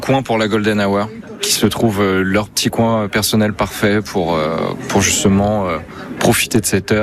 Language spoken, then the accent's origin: French; Fécamp, Normandy, France; Je pense que ce serait sur Fécamp. Je viens de Fécamp, donc je l'ai vécu pas mal de fois.